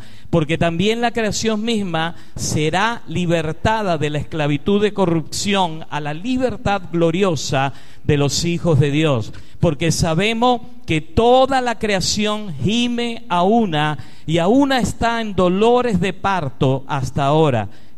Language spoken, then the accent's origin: Spanish; Venezuela; aquellos que somos de Venezuela